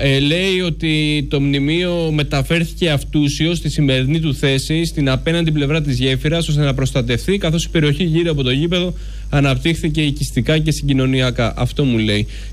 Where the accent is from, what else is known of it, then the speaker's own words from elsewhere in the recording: Mavromati, Thessaly, Greece; είμαι από το χωριό του Γεωργίου Καραϊσκάκη